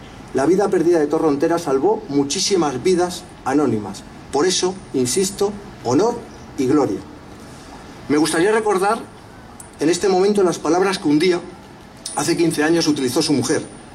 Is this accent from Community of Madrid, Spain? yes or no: yes; Community of Madrid, Spain; de aquella intervención como alcalde de esta ciudad, como madrileño y como español.